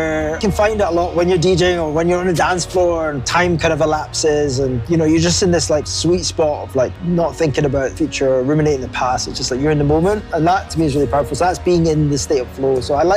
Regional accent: Glasgow, Scotland, United Kingdom; also born or lived in Edinburgh; I was born in Glasgow, so I'm Glaswegian. Lived here till I went to University in Edinburgh, did that, fled back to Glasgow as quickly as I possibly could after the degree.

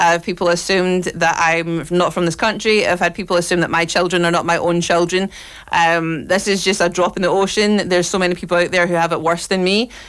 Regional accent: Scotland, United Kingdom; accent: Scottish; to live in a country, to grow up in a country. Culturally, to be culturally Scottish and have the Scottish accent and go to the Scottish schools and go to Scottish high schools and work in Scottish jobs and be around Scottish people

